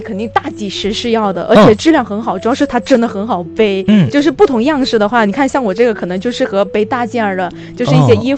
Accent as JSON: {"language": "Chinese", "town": "Haikou", "region": "Hainan", "country": "China", "tie": "born or raised there", "said": "生在海南，然后同时又在海口上了十几年学了，从高中、大学，然后工作5年都是在这边，"}